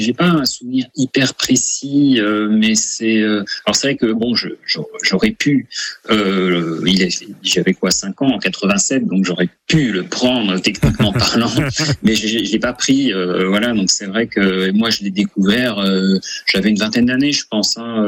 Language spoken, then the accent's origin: French; Besançon, Bourgogne-Franche-Comté, France; Me concernant, bon, je suis byzantin d'origine, je suis né et grandi à Besançon, donc et puis j'ai encore des attaches familiales